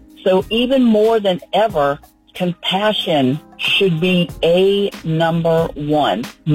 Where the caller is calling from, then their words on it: Green Cove Springs, Florida, United States; I'm chiming in from Green Coast Springs, Florida again on this topic.